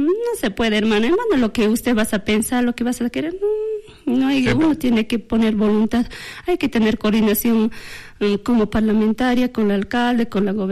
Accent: Potosí, Bolivia

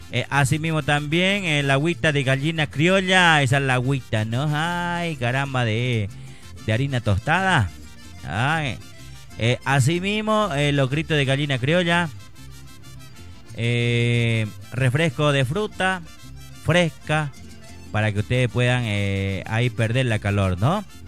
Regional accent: Santa Cruz, Bolivia; soy del lado de Chilón.

